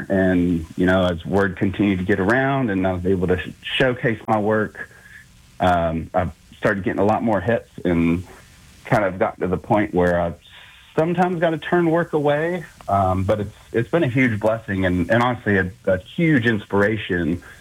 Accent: McCall, Idaho, United States; I actually grew up in an area kind of similar to Aspen or Vail. It's a little ski town called McCall, Idaho, and it's one of those where it's built around a lake. You've got two giant ski hills

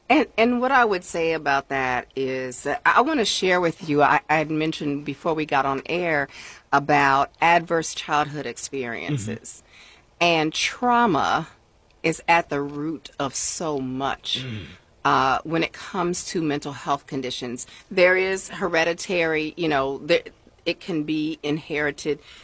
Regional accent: Indiana, United States; moved away as an adult; I'm from Indiana.

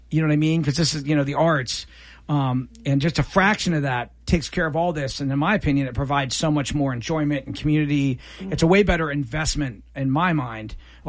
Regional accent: Columbus, Ohio, United States; you know, we grew up in Columbus. You know, we would go see … at ComFest, and we just couldn't believe.

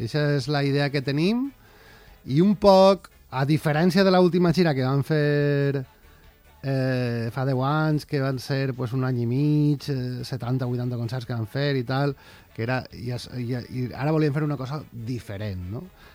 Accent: Pego, Valencian Community, Spain; som de Pego i és una cosa que ens estira molt

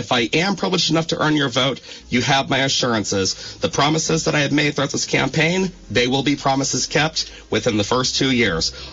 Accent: Rutland, Vermont, United States; my hometown of Rutland County.

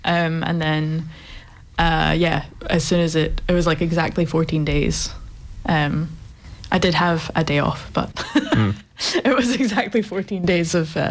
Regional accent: Scotland, United Kingdom; moved away as an adult; also born or lived in Edinburgh; now in Australia; So I'm originally from Scotland. I grew up in the west coast of Scotland and lived in Edinburgh for about 8 years.

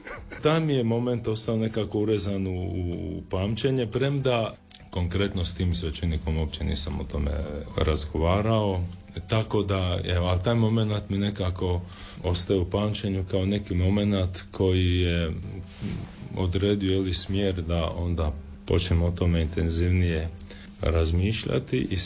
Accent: Sinj, Split-Dalmatia County, Croatia; born there; Rođen sam u Sinju s prebivalištem u mjestu Karakašica, to je ovdje 3 km dalje.

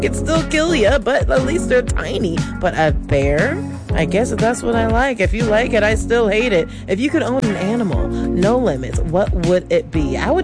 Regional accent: Alaska, United States; I don't know why. I grew up in Alaska.

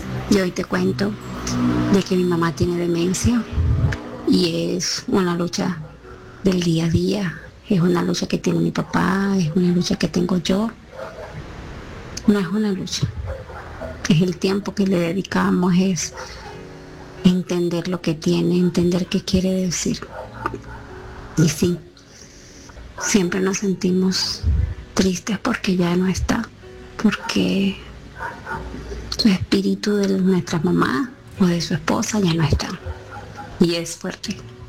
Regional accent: Colombia; now in Caracas, Venezuela; Me crié allá en Colombia y actualmente vivo aquí en Caracas.

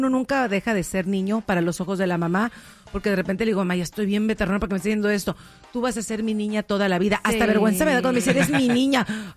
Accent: Mexico; yo sí soy orgullosamente mexicana

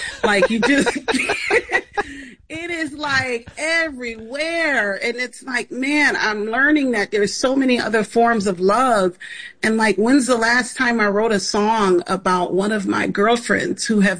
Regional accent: Rochester, New York, United States; I'm just ready to have a blackety-black show in Rochester, my hometown.

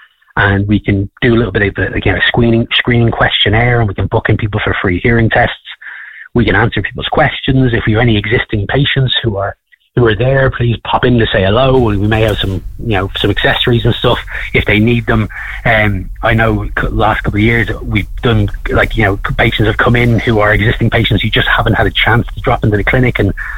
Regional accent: Wicklow, Leinster, Ireland; I'm from Wicklow originally.

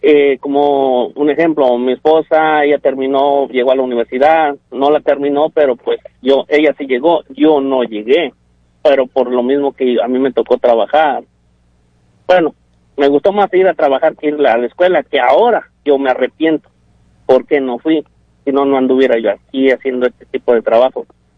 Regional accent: Mexico; que venimos de México, bueno, la mayoría, no todos, ¿verdad?, porque hay otros que son de otros países, pero venimos de allá, de nuestro país o nuestra tierra

